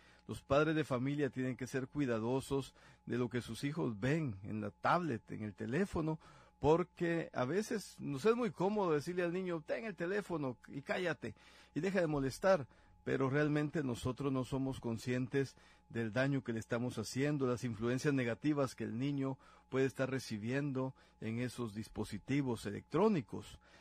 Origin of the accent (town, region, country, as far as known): Guatemala